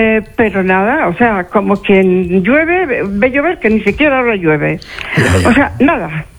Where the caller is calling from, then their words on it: Spain; yo soy de Las Arenas y he ido a la playa de Las Arenas toda mi vida.